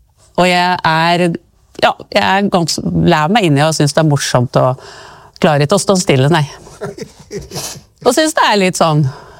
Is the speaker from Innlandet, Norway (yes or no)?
yes; Reinsvoll, Innlandet, Norway; jeg husker jo når jeg vokste opp her på Reinsvoll